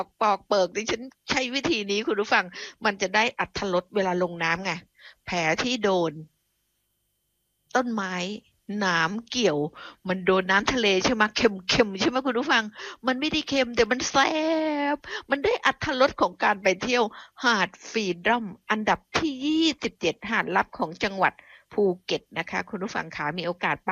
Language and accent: Thai; Phuket, Thailand; born or raised there